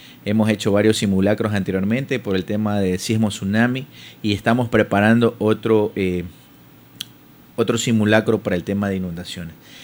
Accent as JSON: {"language": "Spanish", "town": "Quinindé", "region": "Esmeraldas", "country": "Ecuador", "moved": "yes", "lives_now": "Muisne, Ecuador", "said": "Yo soy de Quinindé."}